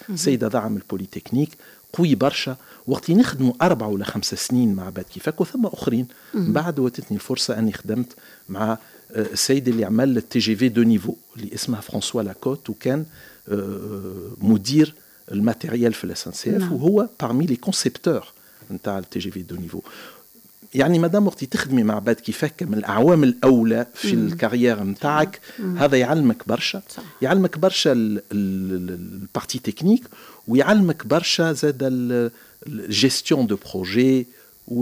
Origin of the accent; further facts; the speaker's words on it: Gafsa, Gafsa Governorate, Tunisia; moved away as an adult; احنا خارجين من قفصة عندنا معناتها فرق كبير بكل صراحة في العادات، حتى في طريقة الكلام.